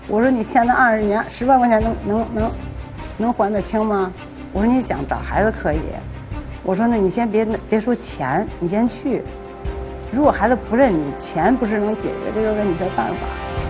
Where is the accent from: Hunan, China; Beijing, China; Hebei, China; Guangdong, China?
Beijing, China; 我是北京的。